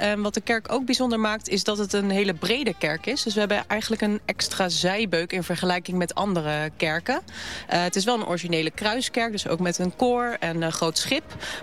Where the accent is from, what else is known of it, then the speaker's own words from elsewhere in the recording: Leiden, South Holland, Netherlands; moved away as an adult; now in Delft, Netherlands; Ik ben een echte Leidenaar. Wel verhuisd sinds april naar Delft.